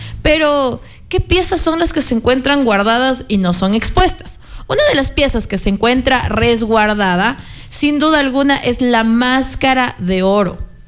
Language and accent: Spanish; Ecuador; nuestro país